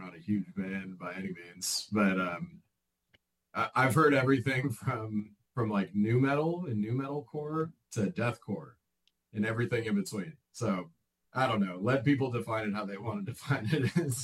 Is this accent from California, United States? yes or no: yes; Bay Area, California, United States; now in Sacramento, United States; We grew up in the Bay Area. John still lives there. I live in Sacramento now.